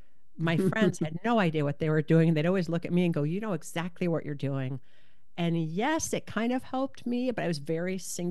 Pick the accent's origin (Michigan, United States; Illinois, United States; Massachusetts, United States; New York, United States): Michigan, United States; also born or lived in Ohio; Well, interestingly enough, so I grew up in Michigan and Ohio. And when I was really young, I wanted to be a rabbi.